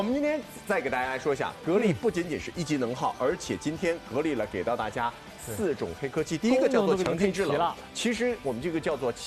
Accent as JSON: {"language": "Chinese", "region": "Shanghai", "country": "China", "said": "广东人比咱们上海人要用空调的时间更长，"}